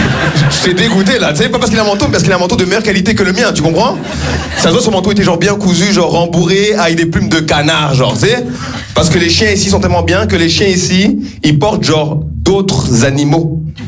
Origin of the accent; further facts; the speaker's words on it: Rwanda; now in France; Je suis rwandais. Voilà, je suis fier de mes origines, quoi.